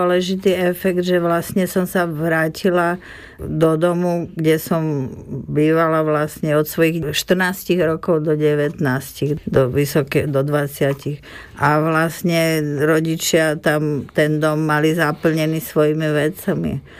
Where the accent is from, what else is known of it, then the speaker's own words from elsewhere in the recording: Bratislava, Bratislava Region, Slovakia; born there; moved away; also born or lived in Prague; ako kedysi u nás doma v Bratislave.